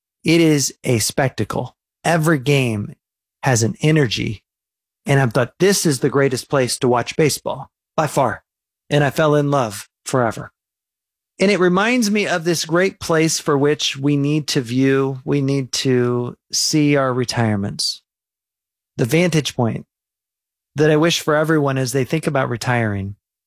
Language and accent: English; Indiana, United States; I grew up in Indiana. We really didn't follow college football in Indiana.